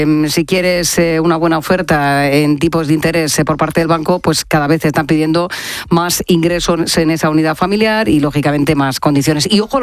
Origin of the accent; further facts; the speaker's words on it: Jumilla, Region of Murcia, Spain; desde mi tierra querida, desde Murcia, en Jumilla